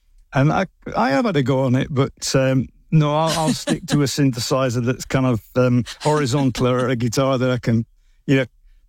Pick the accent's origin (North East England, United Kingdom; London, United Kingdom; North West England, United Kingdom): North West England, United Kingdom; Darwen; I was born in Darwen, as you would call it, Darren, if you're from there.